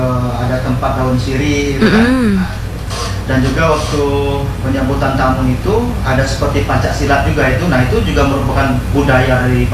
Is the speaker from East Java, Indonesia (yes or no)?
no; Bengkulu, Indonesia; Nah, sebenarnya kayak kalau kita kayak memang saya dibesarkan di Bengkulu Utara itu betul-betul dari orang tua Bapak saya dan ibu saya orang Rejang